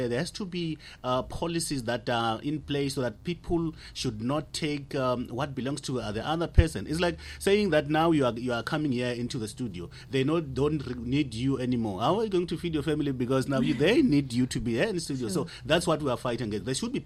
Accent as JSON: {"language": "English", "town": "Bushbuckridge", "region": "Mpumalanga", "country": "South Africa", "said": "I'm Shangan in the first place. I'm from Bushbuck Ridge, not far away from here in Puma and in Mozambique. Mm-hmm. There's a lot of Mozambican people from where I come from."}